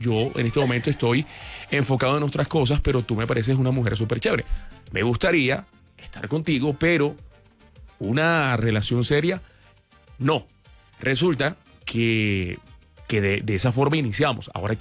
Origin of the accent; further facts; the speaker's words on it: Barranquilla, Atlántico, Colombia; now in Bogotá, Colombia; Yo cuando me vine de Barranquilla...